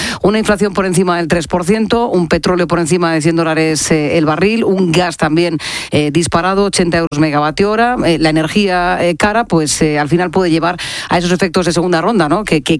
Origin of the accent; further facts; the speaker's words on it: Region of Murcia, Spain; moved away; desde mi tierra querida, desde Murcia, en Jumilla